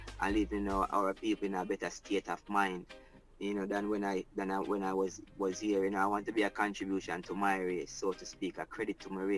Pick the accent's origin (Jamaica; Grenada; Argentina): Jamaica; Saint Mary; now in New York, United States; I'm a youth from St. Mary, right? … born in St. Mary, Augustown, like, shaped me. I know I'm based in New York, right?